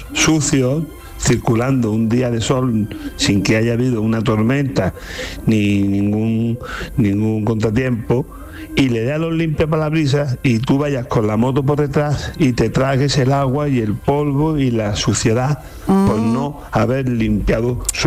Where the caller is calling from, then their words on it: Málaga, Andalusia, Spain; de Málaga.